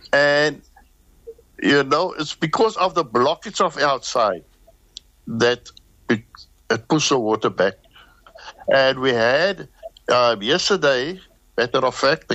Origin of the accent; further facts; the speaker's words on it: Cape Town, Western Cape, South Africa; Because I'm a born and bred Cape Townian. I grew up in District 6, alhamdulillah.